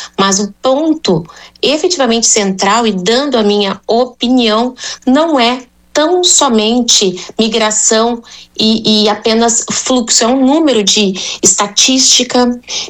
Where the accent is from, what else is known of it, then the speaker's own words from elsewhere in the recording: Brazil; somos brasileiros, né, e latino-americanos